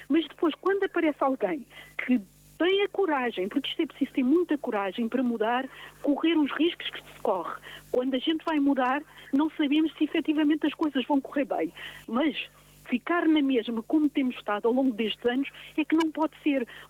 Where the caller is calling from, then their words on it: Portugal; como português, todos nós, como portugueses, queremos realmente um Portugal diferente.